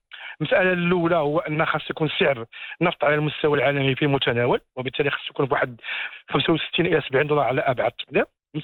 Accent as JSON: {"language": "Arabic", "country": "Morocco", "said": "المفارقة الكبيرة اللي عندنا في المغرب"}